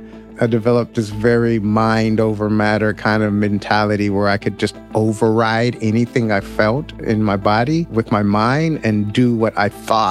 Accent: United States; the way that I grew up in Western norms and then what I experienced in prison, like one was just a continuation of the other for like a person in my positionality, which was like a young Black boy in America.

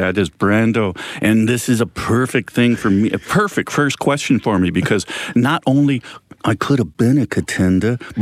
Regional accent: Arizona, United States; I'm from the glorious state of Arizona, and I live in Flagstaff.

